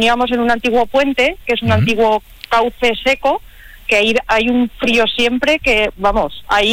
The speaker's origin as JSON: {"language": "Spanish", "region": "Castilla-La Mancha", "country": "Spain", "lives_now": "Burjasot, Spain", "said": "Pero quería hablarte de mi pueblo."}